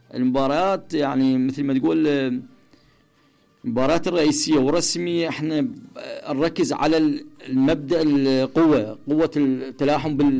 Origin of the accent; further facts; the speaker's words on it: Iraq; احنا لاعبين عراقيين.